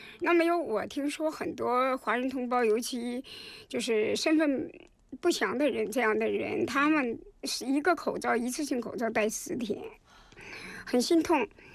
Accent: China; now in South Korea; 我们作为中国人

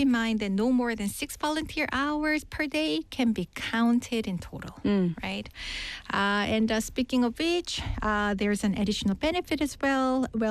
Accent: South Korea; we Koreans

